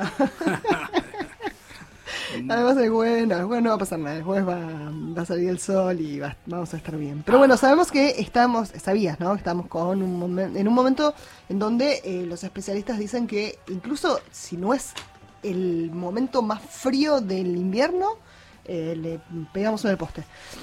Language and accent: Spanish; Paraguay; Vos bien lo dijiste hace un rato, somos todos paraguayos.